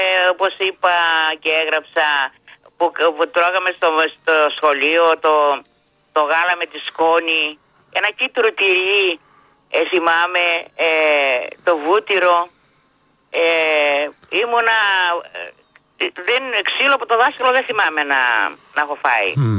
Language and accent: Greek; Epirus, Greece; Να ακουστεί για την Ήπειρο, την πατρίδα μου εδώ.